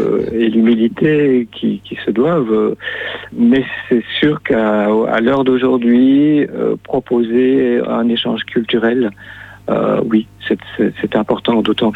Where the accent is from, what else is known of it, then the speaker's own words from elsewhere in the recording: Wallonia, Belgium; moved away; Eh bien, je suis belge moi-même. Hein. Je suis de la région liégeoise.